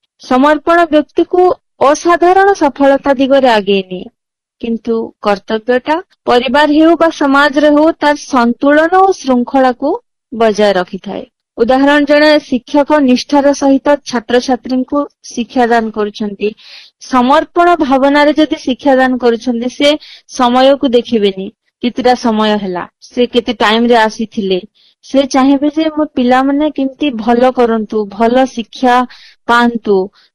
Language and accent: Odia; Balangir, Odisha, India; ନମସ୍କାର, ମୁଁ ବଲାଙ୍ଗୀରରୁ